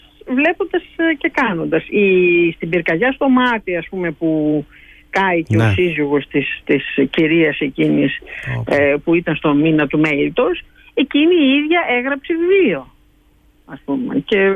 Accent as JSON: {"language": "Greek", "country": "Greece", "moved": "yes", "lives_now": "Dublin, Ireland", "said": "σαν Έλληνες"}